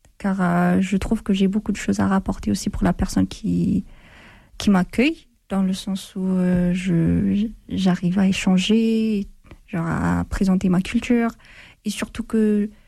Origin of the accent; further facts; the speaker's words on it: Ethiopia; now in France; j'ai grandi en Éthiopie